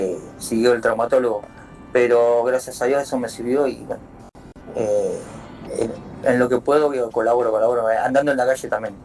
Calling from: Punta Alta, Buenos Aires Province, Argentina; de Remedio, Punta Alta.

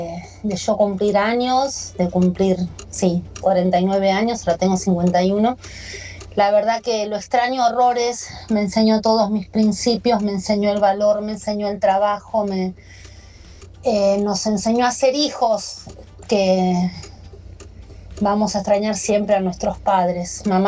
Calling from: Buenos Aires, Argentina; de Parque Avellaneda.

